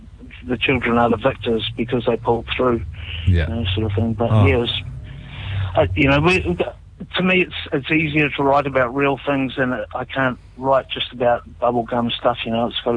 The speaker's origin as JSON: {"language": "English", "town": "Eltham", "region": "Taranaki", "country": "New Zealand", "tie": "born or raised there", "also_born_or_lived": "Urenui", "moved": "yes", "said": "I grew up in Uranui and Eltham."}